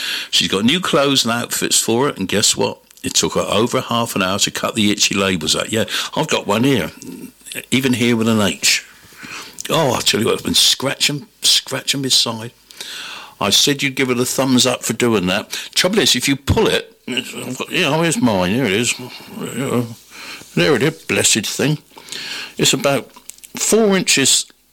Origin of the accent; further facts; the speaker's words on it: Buckland, South East England, United Kingdom; Tell I'm from Buckland, can't you?